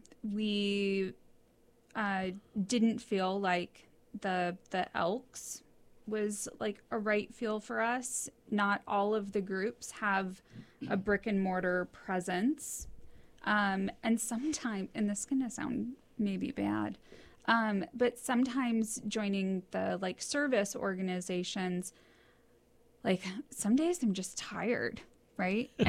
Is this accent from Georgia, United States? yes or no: yes; Georgia, United States; So we grew up in Georgia